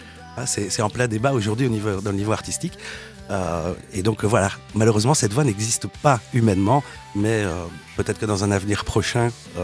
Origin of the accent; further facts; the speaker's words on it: Wallonia, Belgium; also born or lived in Stavelot; Exactement ça, je suis né à Stavelot et j'ai grandi dans la région de Malmedie et de Wailles.